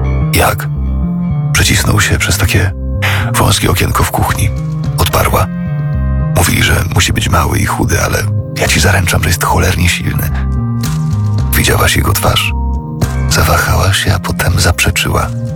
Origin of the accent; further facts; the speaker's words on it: Subcarpathian Voivodeship, Poland; Ale to żaden problem pojechać do mojej wsi na Podkarpaciu i zrobić krzywdę mojej mamie